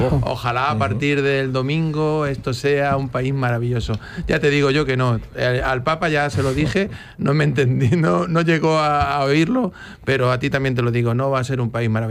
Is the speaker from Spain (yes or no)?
yes; Spain; somos más españoles